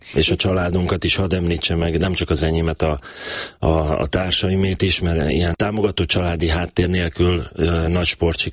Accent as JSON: {"language": "Hungarian", "town": "Szeged", "region": "Csongrád-Csanád", "country": "Hungary", "tie": "born or raised there", "said": "Igen, én Tőzsgyökeres szegedi vagyok, még most is szegedi, vagy mindig is szegedinek fogom magam vallani. Ott van az alma máterem, ott jártam ki az iskoláimat, gimnáziumig."}